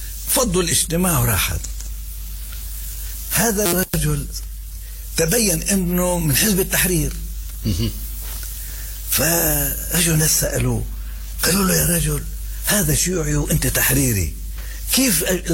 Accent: Jerusalem, Palestine; أنا من القدس. هو من الخليل، في جمهور خليلي،

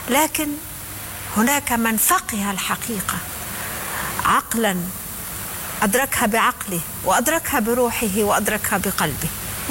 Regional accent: Egypt; احنا دلوقتي في مصر

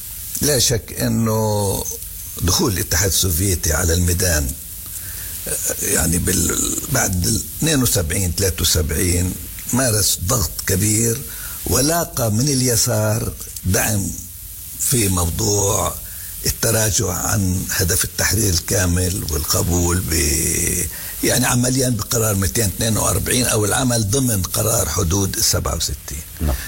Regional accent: Palestine; أنه إحنا كثورة فلسطينية نظل نبقى متمسكين بحقوقنا الثابتة

